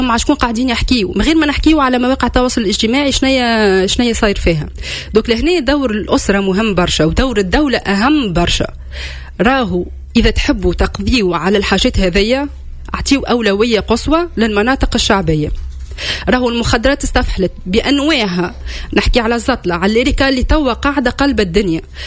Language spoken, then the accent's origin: Arabic; Tunis, Tunis Governorate, Tunisia; moved away as an adult; انا من حي هلال، وانا قريت وكبرت في حي هلال، ما خرجتش منها كان هنا على خاطر عرست. تربيت ما بين ولاد حومتي